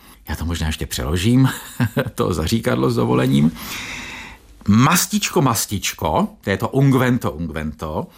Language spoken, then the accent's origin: Czech; Bohemia, Czechia; u nás v Čechách máme znevýhodněný sever